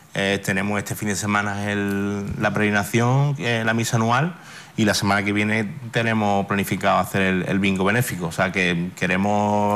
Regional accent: Ceuta, Spain; somos todos los ceutíes

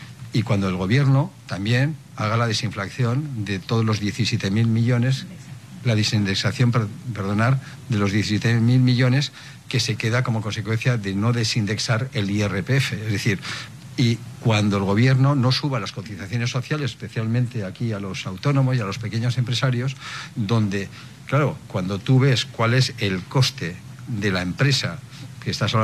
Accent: Spain; nosotros como ciudadanos españoles

